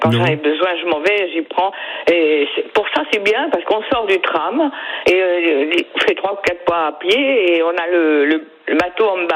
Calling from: Floirac, Nouvelle-Aquitaine, France; J'habite à Florac.

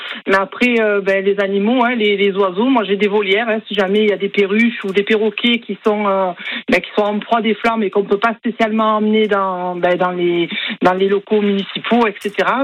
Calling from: Brue-Auriac, Provence-Alpes-Côte d'Azur, France; Alors moi j'habite à Bru-Aurillac

